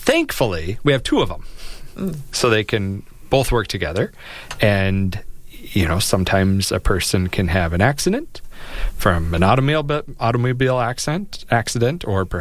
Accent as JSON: {"language": "English", "region": "South Dakota", "country": "United States", "tie": "born or raised there"}